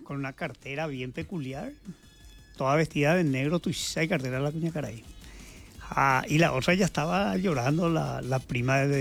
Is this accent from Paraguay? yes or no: yes; Paraguay; Y nosotros, como paraguayos, nosotros comemos el cumandá